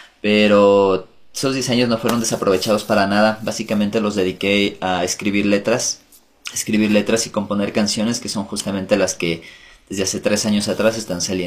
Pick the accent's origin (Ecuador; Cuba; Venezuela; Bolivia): Ecuador; Quito, Pichincha; soy artista quiteño, artista, cantautor, compositor quiteño.